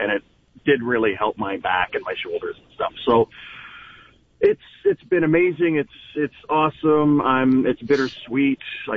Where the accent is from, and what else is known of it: Windsor, Ontario, Canada; born or raised there